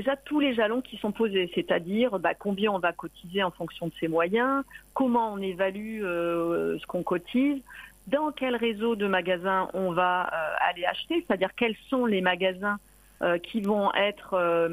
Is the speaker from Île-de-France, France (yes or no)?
no; Marseille, Provence-Alpes-Côte d'Azur, France; parce que moi je viens de Marseille